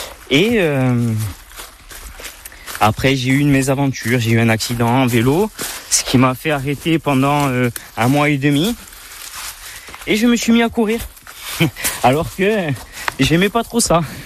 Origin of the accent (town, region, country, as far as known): Scat, Corsica, France